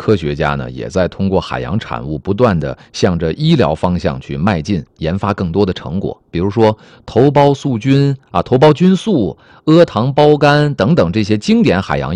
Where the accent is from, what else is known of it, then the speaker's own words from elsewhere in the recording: Dandong, Liaoning, China; moved away; 反正我小的时候在我们辽宁丹东，我是海边长大的